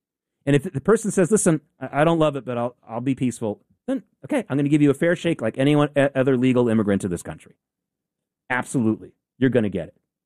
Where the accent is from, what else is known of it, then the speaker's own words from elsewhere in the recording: the South, United States; I grew up in the South. I know it exists